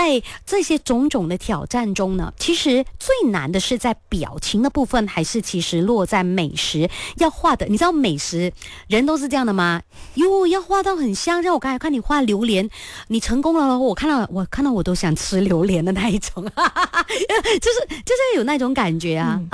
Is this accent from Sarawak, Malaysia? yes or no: yes; Kuching, Sarawak, Malaysia; 像我家乡，因为我古晋猫城